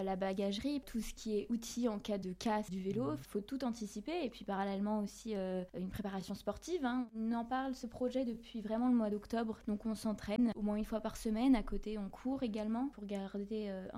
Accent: France; born there

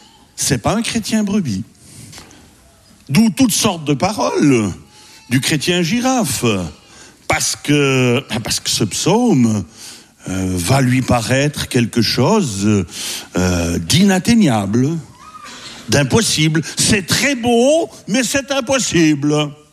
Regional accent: Switzerland; je suis suisse hein, quand même, toujours un peu prudent quand même.

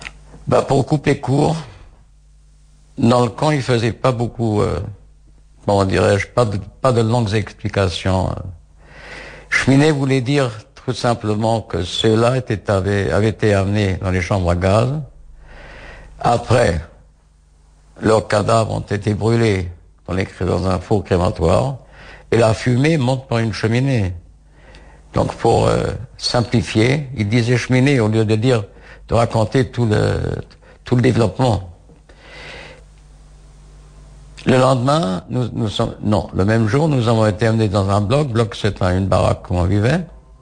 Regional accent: Strasbourg, Grand Est, France; born there; je viens de France et j'avais pas été dans un cheder. Mais je parlais quand même un peu, parce que d'abord je suis né à Strasbourg, et je parlais déjà un peu d'allemand, et l'alsacien, c'est pas exactement le yiddish, mais j'avais déjà des notions du yiddish.

